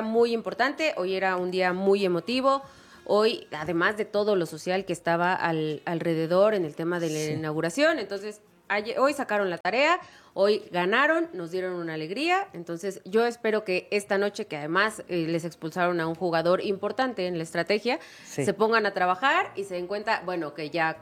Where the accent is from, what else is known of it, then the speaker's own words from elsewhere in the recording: Chiapas, Mexico; Yo soy de Chiapas. Yo no soy de Toluca. Yo no nací en el Estado de México